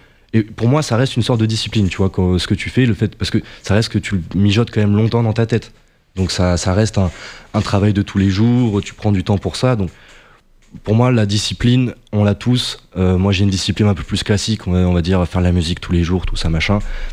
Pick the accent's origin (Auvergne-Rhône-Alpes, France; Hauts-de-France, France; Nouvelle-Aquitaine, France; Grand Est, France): Nouvelle-Aquitaine, France; Limoges; je viens de Limoges, donc une toute petite ville